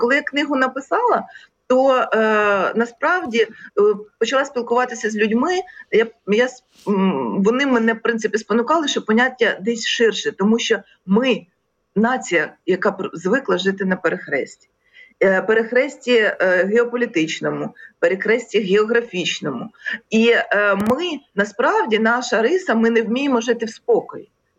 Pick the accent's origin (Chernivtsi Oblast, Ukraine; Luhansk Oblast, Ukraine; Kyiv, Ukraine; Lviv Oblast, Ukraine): Kyiv, Ukraine; я виросла на Печерську, тоді це був камерний Київ зі своїм вайбом, зі своїми особливостями